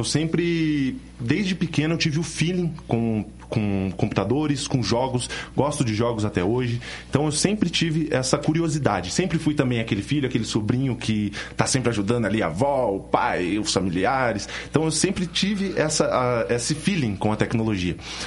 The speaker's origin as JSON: {"language": "Portuguese", "town": "Pinhais", "region": "Paraná", "country": "Brazil", "tie": "born or raised there", "also_born_or_lived": "Curitiba", "said": "eu sou nascido em Curitiba, mas foi viver a minha vida toda, basicamente, em Pinhais, região metropolitana, do ladinho ali. Cidade maravilhosa, que eu tenho uma paixão enorme."}